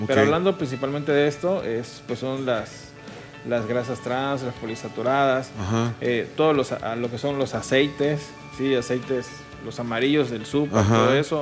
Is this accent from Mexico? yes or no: yes; Mexico; la dieta que llevamos como mexicanos es exceso de carbohidratos.